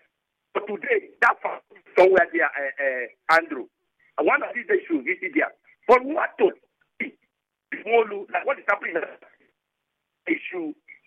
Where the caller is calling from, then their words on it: Nigeria; I am calling you from Borogoni.